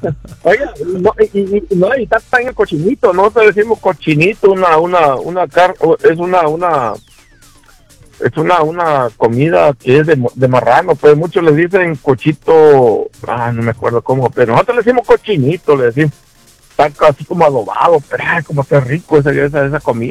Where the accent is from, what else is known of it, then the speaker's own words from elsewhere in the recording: Villaflores, Chiapas, Mexico; Ah, yo soy de la Frailesca, viejo. Ya mero de la... De donde se da el maíz y el frijol. Yo soy de mero Villaflores, viejo.